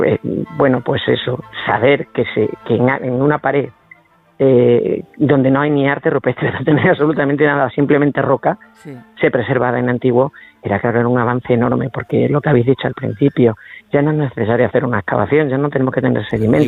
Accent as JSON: {"language": "Spanish", "region": "Extremadura", "country": "Spain", "said": "que es casi tanto más calor que el que hace en mi tierra aquí en Extremadura."}